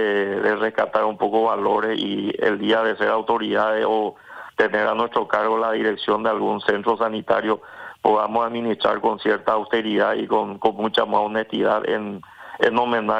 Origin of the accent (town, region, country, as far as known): Paraguay